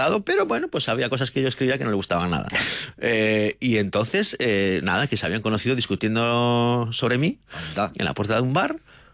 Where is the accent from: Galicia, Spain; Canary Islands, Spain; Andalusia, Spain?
Galicia, Spain; Sanxenxo; now in Pontevedra, Spain; he vivido así en caballo entre los dos, pero yo soy de Sansenso y mis cuatro abuelos son de Sansenso, y yo empiezo como periodista en Sansenso